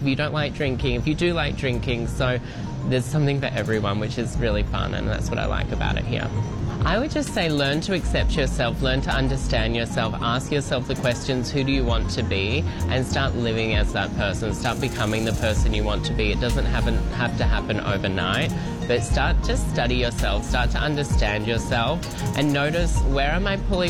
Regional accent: Perth, Western Australia, Australia; also born or lived in Melbourne; now in Bangkok, Thailand; when I lived in Australia, not when I lived in Melbourne, but my hometown Perth, like, I was 5 minutes from the beach.

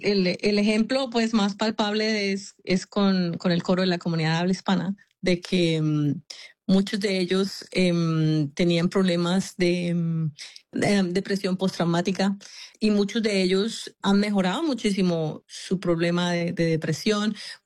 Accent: Colombia; Yo soy de Colombia.

